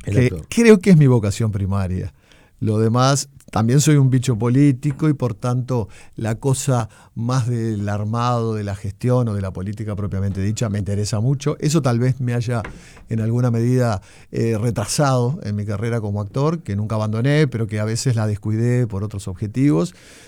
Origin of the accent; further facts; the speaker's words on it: Uruguay; also born or lived in Montevideo; now in interior of Uruguay; como tantos uruguayos, me fui al interior del país. Estoy viviendo no en Montevideo ya.